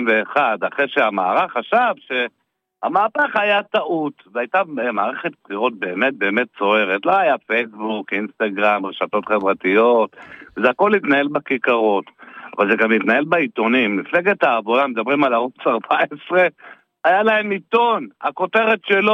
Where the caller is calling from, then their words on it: Tel Aviv, Tel Aviv District, Israel; אני מתל אביב, אומנם מדרום תל אביב.